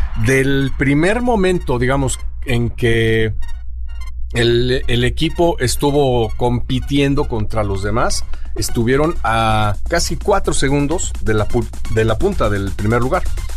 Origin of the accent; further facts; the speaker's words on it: Mexico City, Mexico; born there; Yo nací en Coyoacán, ahí, al lado de Cebú.